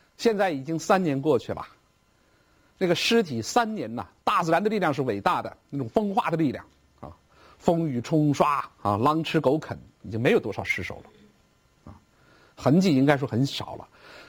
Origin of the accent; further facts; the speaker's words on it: China; 我们中国人